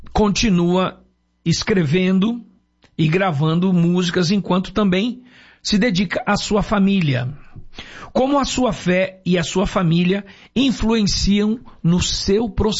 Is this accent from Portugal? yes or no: no; Brazil; Como brasileiro, eu componho todos os gêneros musicais que me cercam.